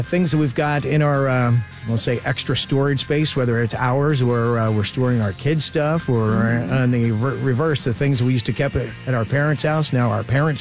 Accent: United States; the house I grew up in on Bryn Mawr Avenue here in Ballard-Kinwood, my parents' basement

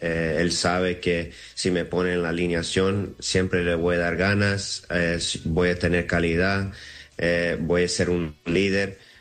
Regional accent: Los Angeles, California, United States; also born or lived in Seattle; Yo nací en Los Ángeles, me crecí ahí, 18 años y me fui al colegio, a la universidad en Seattle y ahí me quedé otros 12, 13 años ahí en Seattle.

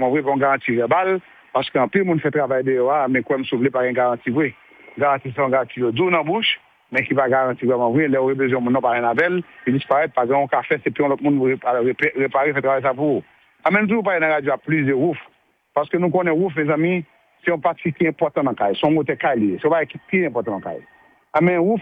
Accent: Haiti; moved away; on est haïtien

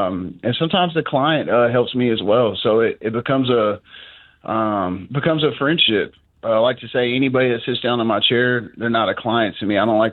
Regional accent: Indianapolis, Indiana, United States; also born or lived in Clarksville, Tennessee; now in Tennessee, United States; I'm from Clarksville, Tennessee. Grew up in Indianapolis, Indiana. But I moved back to Tennessee in 2008.

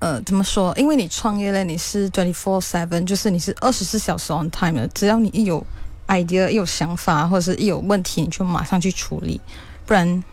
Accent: Malaysia

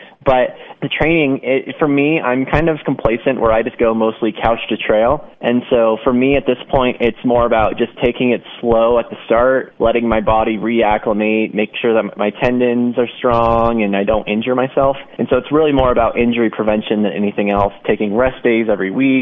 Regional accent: Golden, Colorado, United States; Yeah, so I'm a Colorado born. I grew up in Golden, went to Golden High, University of Denver

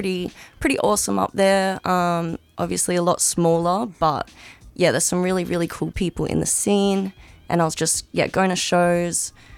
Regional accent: Darwin, Northern Territory, Australia; now in Melbourne, Australia; as some of you may know, as many of you don't. I moved to Melbourne 2 years ago from Darwin.

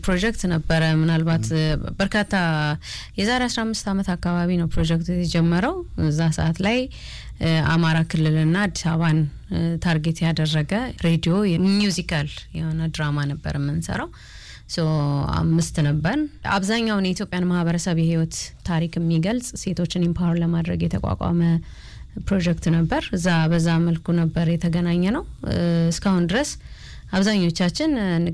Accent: Bale, Oromia, Ethiopia; now in Addis Ababa, Ethiopia; ተወልጄ ያደግኩት ባሌ ነው፣ ባሌ ክፍለ ሀገር። ከዛ ወደ አዲስ አበባ ለትምህርት ነው የመጣሁት።

